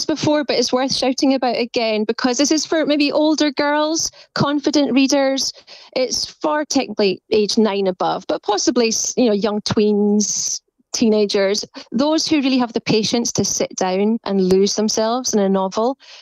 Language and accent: English; Scotland, United Kingdom; as a Scot, I'm very aware of that as well.